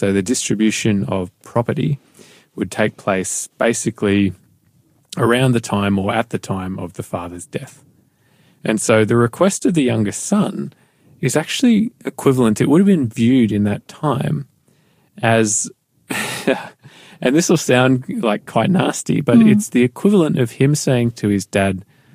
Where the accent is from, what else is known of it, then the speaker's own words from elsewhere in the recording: Newcastle, New South Wales, Australia; now in Melbourne, Australia; And when I'm in Australia … from Melbourne. Although usually I say, I'm from Newcastle, because that's kind of my cultural identity as well.